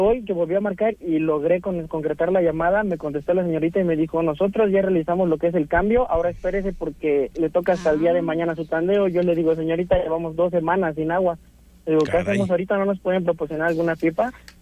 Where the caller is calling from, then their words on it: Cuernavaca, Morelos, Mexico; De aquí, de la colonia Lázaro Cárdenas, en el Polvorín, el condominio Loma Dorada.